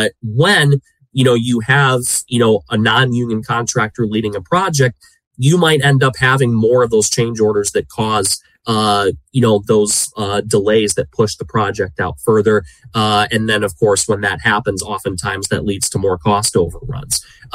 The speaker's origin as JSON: {"language": "English", "region": "Michigan", "country": "United States", "tie": "born or raised there", "said": "Even take my home state of Michigan."}